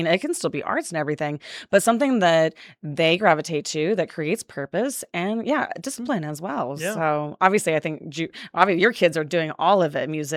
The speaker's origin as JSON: {"language": "English", "town": "Cedar City", "region": "Utah", "country": "United States", "tie": "born or raised there", "also_born_or_lived": "Ogden, Utah / New Harmony, Utah", "said": "I grew up here in Cedar City. I've lived in Cedar City since I was like 3 years old."}